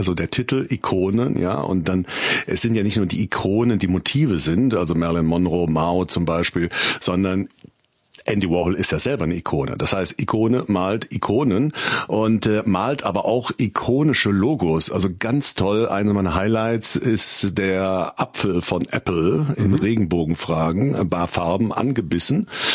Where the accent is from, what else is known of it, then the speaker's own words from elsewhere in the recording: Cologne, North Rhine-Westphalia, Germany; ich bin ja ein Kölsche Junge